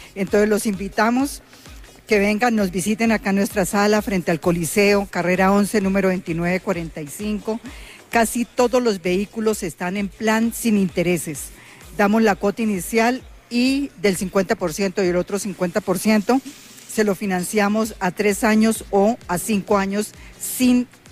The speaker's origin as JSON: {"language": "Spanish", "town": "Maní", "region": "Casanare", "country": "Colombia", "said": "Yo soy de Maní Casanare."}